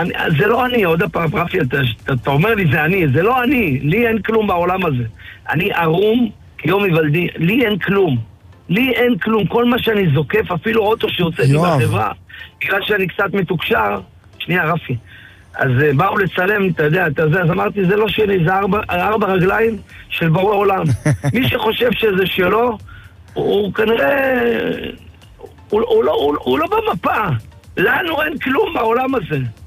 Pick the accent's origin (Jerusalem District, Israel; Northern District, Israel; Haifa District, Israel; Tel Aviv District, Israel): Haifa District, Israel; Haifa; אני גדלתי בחיפה על הכרמל, ואהבתי כל הזמן רק את השכונות.